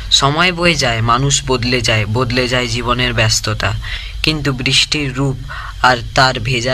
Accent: Kolkata, West Bengal, India; now in Purulia, India; আমি কলকাতা জেলার বাসিন্দা।

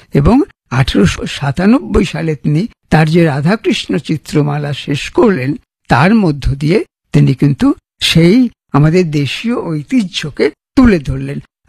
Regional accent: Kolkata, West Bengal, India

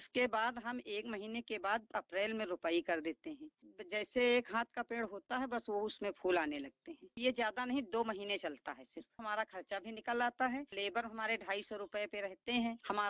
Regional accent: Dhineni, Uttar Pradesh, India; मैं ग्राम पंचायत धिनेनी से हूँ। मेरा जिला सीतापुर ब्लॉक बिसवा।

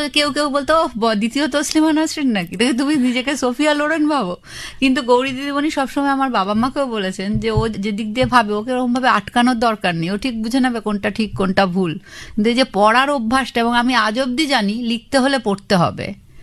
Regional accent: Basirhat, West Bengal, India; born there; বসিরহাটের মফস্বলের একটি স্কুল

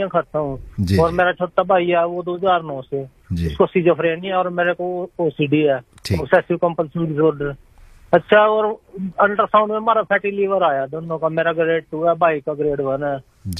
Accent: Karnal district, Haryana, India; born there; हरियाणा से बोल रहा हूँ मैं। मेरा गांव खुखनिया डिस्ट्रिक्ट करनाल है जी।

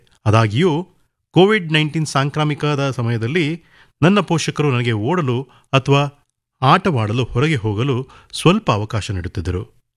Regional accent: Chhattisgarh, India; ನಾನು ಛತ್ತೀಸ್ಗಢ ಮೂಲದವನು. ಪ್ರಸ್ತುತ ನಾನು ಒಡಿಶಾವನ್ನು ಪ್ರತಿನಿಧಿಸುತ್ತಾ ಸ್ಪರ್ಧಿಸುತ್ತಿದ್ದೇನೆ.

